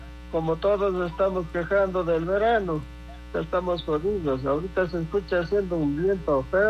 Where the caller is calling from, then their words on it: Cusubamba, Cotopaxi, Ecuador; soy de San José de Rubias.